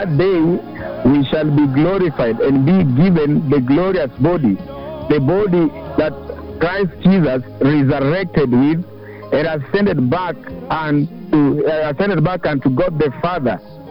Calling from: Kisumu, Kisumu County, Kenya; I'm calling from Kisumu, Ranson.

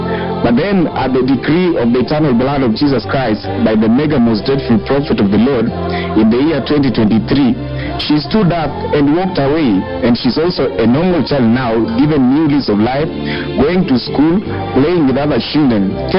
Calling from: Kisumu, Kisumu County, Kenya; I'm calling from Kisumu Oasis.

